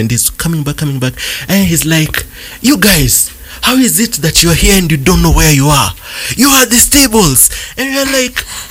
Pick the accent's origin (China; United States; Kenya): Kenya; I'm the Kenyan